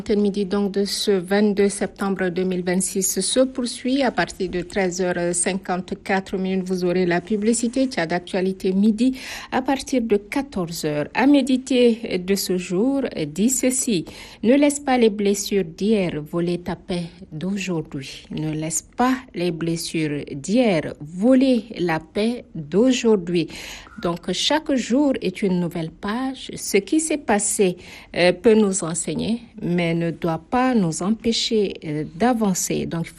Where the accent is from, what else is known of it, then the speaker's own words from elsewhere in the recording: Chad; Nous restons en musique chez nous, au Tchad